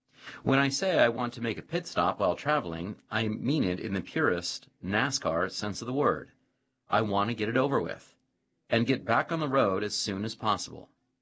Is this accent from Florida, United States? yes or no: yes; Florida, United States; I'm aware that in my home state of Florida, the Bucky's location in Daytona Beach has been attracting more visitors than the famed Daytona International Speedway.